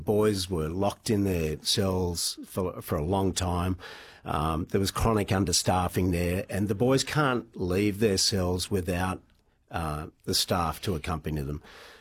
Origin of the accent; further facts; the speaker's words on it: Sydney, New South Wales, Australia; I grew up in Upper North Shore Sydney, very privileged upbringing, went to a private school